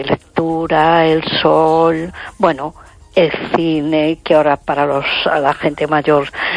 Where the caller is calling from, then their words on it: A Coruña, Galicia, Spain; de Coruña.